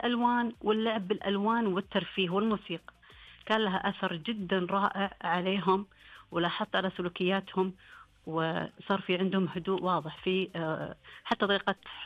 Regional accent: Eastern Province, Saudi Arabia; هنا في الشرقية الكل يحب يرسم مناطق السياحية، البحر، الشاطئ، بحكم أننا عندنا إحنا منطقة ساحلية

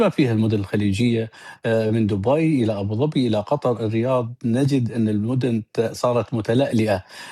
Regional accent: Syria; عندما نأتي إلى دمشق الغالية علينا كسوريين

